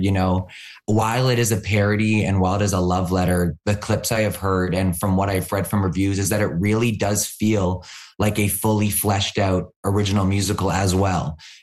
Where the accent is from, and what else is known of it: Canada